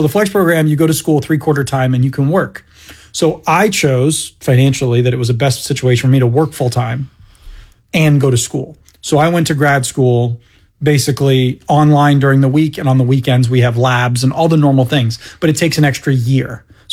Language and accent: English; Portland, Maine, United States; moved away as an adult; now in Florida, United States; Grew up just outside of Portland, Maine.